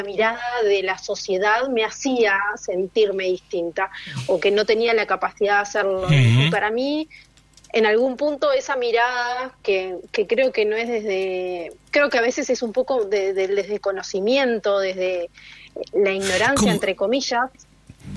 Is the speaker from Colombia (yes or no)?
no; Uruguay